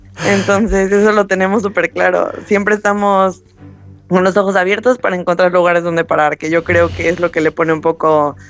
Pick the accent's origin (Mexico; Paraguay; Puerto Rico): Mexico; now in Spain; Yo soy mexicana y creo que conozco más pueblos que la gente de Madrid solo por la bici